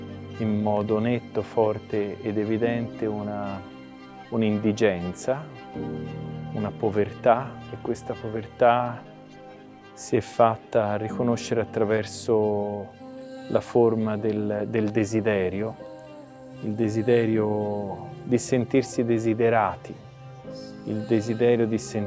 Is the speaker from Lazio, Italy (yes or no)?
no; Florence, Tuscany, Italy; born there; Io sono nato a Firenze in un anno, diciamo, un po' caldo, nel 1968, quindi forse qualcosa di quei fermenti deve essere entrato nell'ospedale di Careggi, dove appunto sono venuto alla luce.